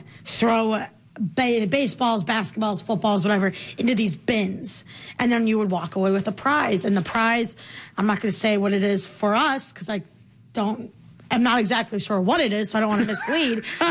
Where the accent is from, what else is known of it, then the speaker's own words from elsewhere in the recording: Brookfield, United States; I grew up in Brookfield